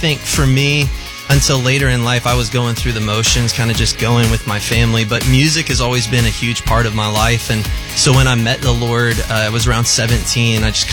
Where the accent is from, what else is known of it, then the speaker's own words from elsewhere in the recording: Texas, United States; I come from Texas, and everything's just burnt all the time because it's so hot.